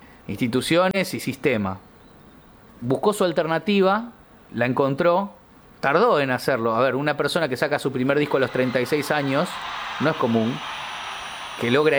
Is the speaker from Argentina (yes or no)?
yes; Argentina; es parte de nuestra esencia como argentinos